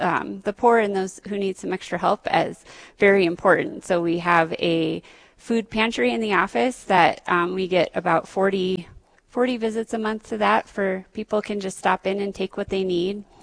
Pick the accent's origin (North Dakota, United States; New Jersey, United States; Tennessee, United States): North Dakota, United States; Fargo; moved away; my faith has always been pretty important to me, and so growing up in Fargo